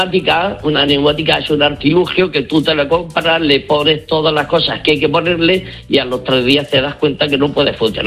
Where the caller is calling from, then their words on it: Cabo de Palos, Region of Murcia, Spain; Yo os hablo desde Cabo de Palos.